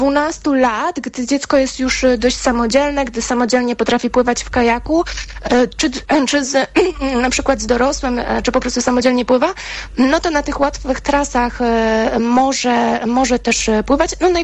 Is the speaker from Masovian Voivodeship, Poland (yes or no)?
no; Pomeranian Voivodeship, Poland; u nas na Pomorzu